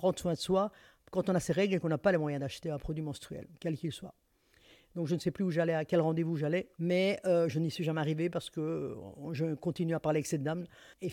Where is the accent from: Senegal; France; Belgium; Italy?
Belgium; Brussels; j'ai vraiment cherché ce qui se faisait chez nous, donc à Bruxelles, chez nous en Belgique